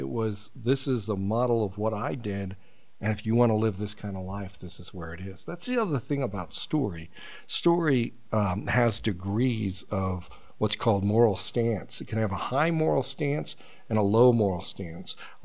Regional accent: Uniontown, Ohio, United States; born there; also born or lived in West Virginia; I was born in a small town in Uniontown, Ohio. One stoplight, doesn't have one stoplight now.

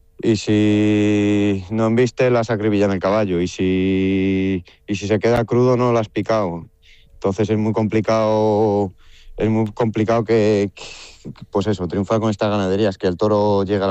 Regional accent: Salamanca, Castile and León, Spain

